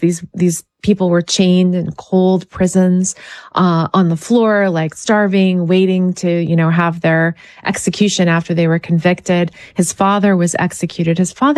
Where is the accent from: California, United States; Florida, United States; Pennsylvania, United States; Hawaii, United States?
Pennsylvania, United States; I was talking with your producer who's from West Virginia and I'm from Pennsylvania. The woods feel really haunted.